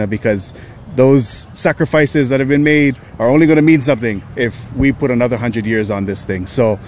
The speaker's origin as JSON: {"language": "English", "region": "Hawaii", "country": "United States"}